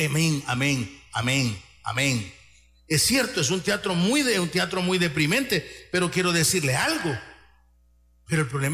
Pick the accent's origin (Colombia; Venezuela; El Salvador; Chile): El Salvador; nosotros como El Salvador